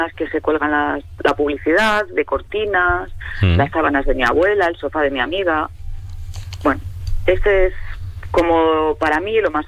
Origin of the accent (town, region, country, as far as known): Serrada, Castile and León, Spain